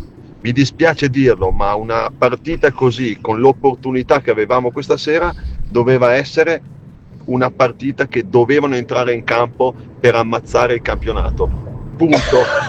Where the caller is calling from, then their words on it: Trento, Trentino-Alto Adige, Italy; da Trento.